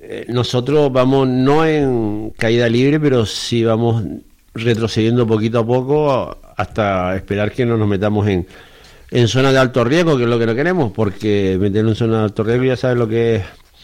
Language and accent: Spanish; Las Palmas de Gran Canaria, Canary Islands, Spain